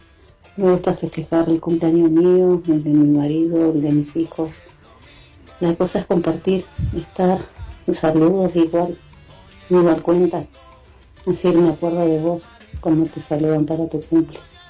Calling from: Puerto Deseado, Santa Cruz, Argentina; de Puerto Deseado.

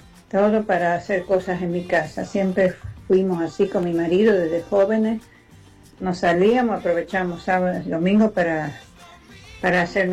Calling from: Isidro Casanova, Buenos Aires Province, Argentina

